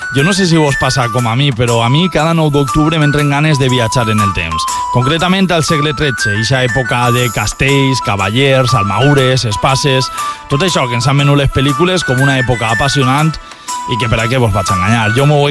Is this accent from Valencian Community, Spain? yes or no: yes; Valencian Community, Spain; l'important és que estem al Camp de Morvedre i que avui toca celebrar que som valencians i valencianes.